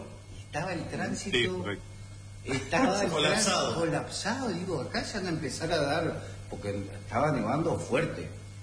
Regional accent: San Rafael, Mendoza, Argentina; Tengo todos los amigos de la infancia, de amigos de toda la vida, son de acá.

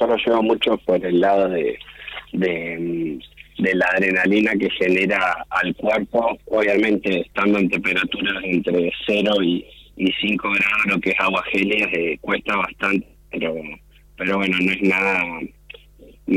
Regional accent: Argentina; como argentino tiene de especial el como estar en casa, ¿no?

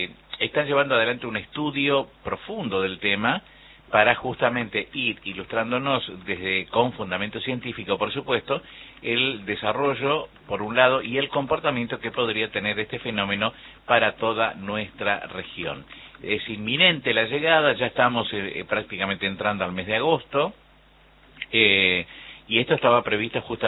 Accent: Argentina; cosas que nos identifican como argentinos

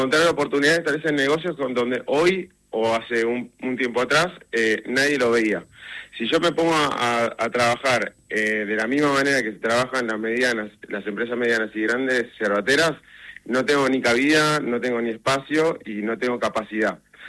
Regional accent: Buenos Aires, Argentina; soy una persona de Capital Federal, y tomaba mate de manera social, cuando había mate en la mesa entre amigos y familia.

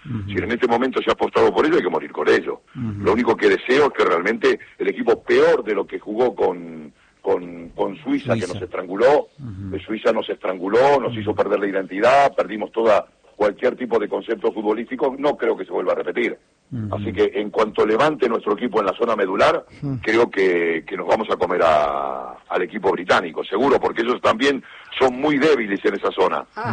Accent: Argentina; now in Spain; años viviendo en España. Sí, toda una vida, mis hijos nacieron aquí, todo. Pero evidentemente, Argentina sobre todo. Yo soy argentino y muero por Argentina.

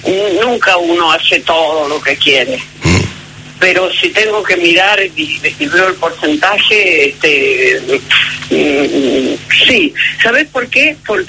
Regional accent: Buenos Aires, Argentina; also born or lived in Mar del Plata; me fui muy temprano, así que soy porteña, digamos.

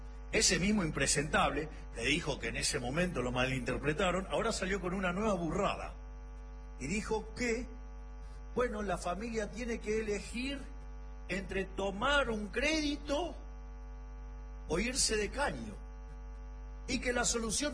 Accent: Argentina; nosotros que somos tan argentinos, la argentinidad del palo

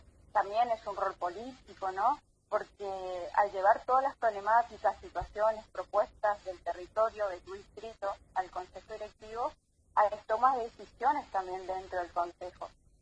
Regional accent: San Pedro, Misiones, Argentina; Yo soy de San Pedro.

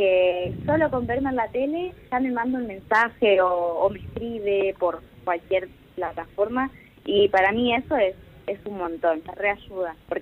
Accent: Nogoyá, Entre Ríos, Argentina; Yo soy de Nogoyá, pero vivo en realidad a 40 kilómetros en un distrito que se llama Crucecitas Terceras. Es una zona rural, pero mi departamento es Nogoyá.

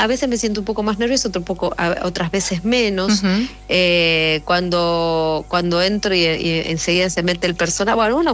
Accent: Buenos Aires, Argentina; Yo soy de Barracas.

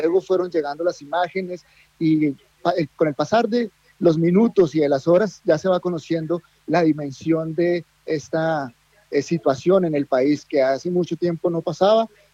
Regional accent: Colombia; Yo creo que como varios colombianos nos estábamos alistando para salir a trabajar.

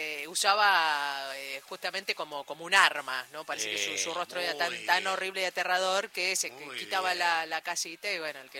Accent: Córdoba, Argentina; Soy cordobés, hincha del Pirata.

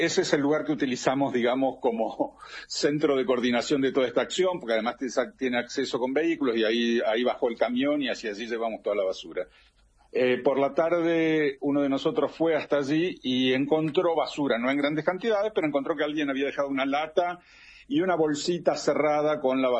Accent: Buenos Aires, Argentina; moved away as an adult; also born or lived in Cobunco (south of Argentina); now in San Francisco, San Luis, Argentina; muy chiquito que se llama Cobunco, de 200 habitantes. Pero viví casi toda mi vida en Buenos Aires, salvo algún pequeño periodo en el exterior, casi toda mi vida en la ciudad de Buenos Aires.

